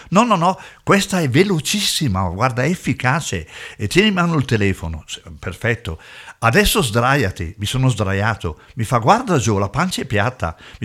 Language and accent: Italian; Switzerland; sono anch'io uno straniero ed extracomunitario, essendo svizzero.